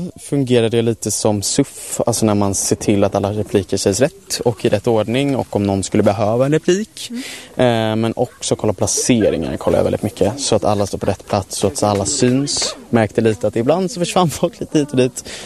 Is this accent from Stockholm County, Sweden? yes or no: yes; Nacka, Stockholm County, Sweden; Jag är från Nacka.